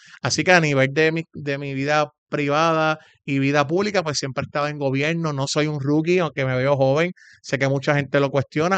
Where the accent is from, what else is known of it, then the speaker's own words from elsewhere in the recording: Puerto Rico; soy un joven hijo de padres dominicanos, con mucho orgullo, no los niego, pero nací en Puerto Rico, me crié en Puerto Rico, así está mi acta de nacimiento, toda mi vida en Puerto Rico